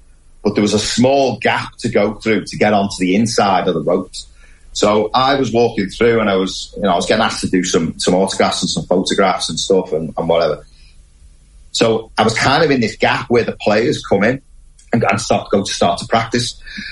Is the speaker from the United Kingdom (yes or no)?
yes; Wirral, North West England, United Kingdom; Yeah, I mean, I'm from the Wirral. You know, I was born there, and I was never really a golf nut.